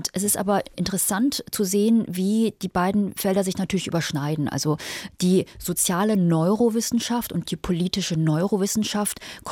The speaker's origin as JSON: {"language": "German", "country": "Germany", "also_born_or_lived": "England", "said": "ich bin ja asiatische Deutsche, aber auch durch den migratorischen Hintergrund meiner Eltern, die aus China kommen"}